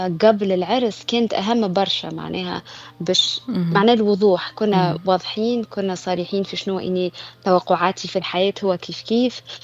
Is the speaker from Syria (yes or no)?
no; Tunisia; moved away as an adult; now in United States; كيف نتكلم كما نقول راني من تونس معناها بالاكسون ما يعرفونيش راني اجنبيه